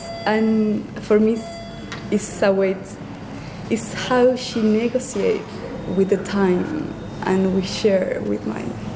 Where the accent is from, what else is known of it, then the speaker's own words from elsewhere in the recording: Santiago, Chile; English is a second language; moved away as an adult; also born or lived in Valdivia; now in London, United Kingdom; I'm from Chile, and I'm here in London from just 4 months ago. I'm studying now the Master in Fine Arts, which I chose. So it's my first time here, but all my life I live in Chile.